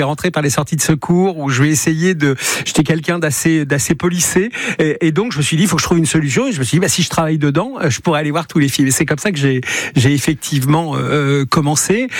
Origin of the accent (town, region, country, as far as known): Elbeuf, Normandy, France; born or raised there